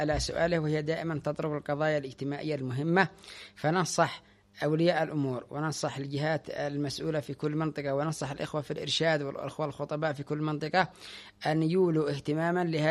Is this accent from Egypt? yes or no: no; Tihama, Yemen; إحنا نعرف كان عندنا في تهامة 2 يوم العرس فقط